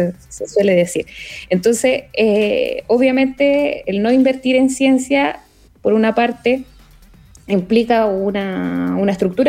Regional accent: Coquimbo, Chile; moved away; porque vengo de la región de Coquimbo.

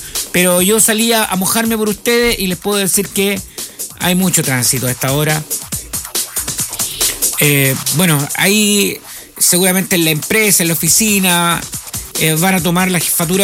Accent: Chile; somos porfiados los chilenos

